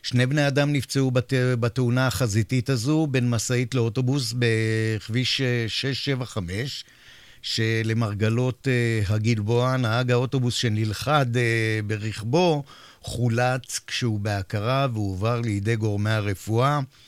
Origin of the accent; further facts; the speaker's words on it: Holon, Tel Aviv District, Israel; אני חולוני